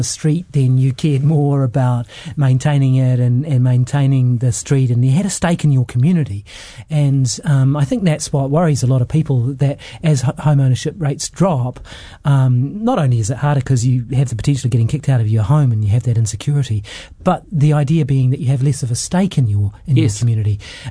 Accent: New Zealand; the house I grew up in Kashmir Hill

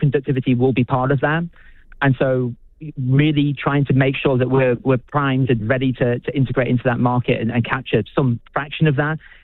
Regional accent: United Kingdom; now in New Zealand; Obviously, you may be able to tell from my accent, I'm not originally from New Zealand, I'm originally from the UK.

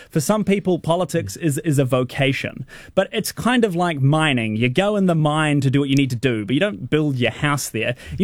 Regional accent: Hamilton, Waikato, New Zealand; moved away; growing up in Hamilton

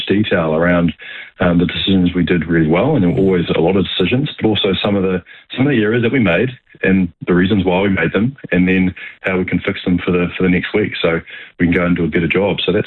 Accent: New Zealand; growing up in New Zealand, we grew up this sport.

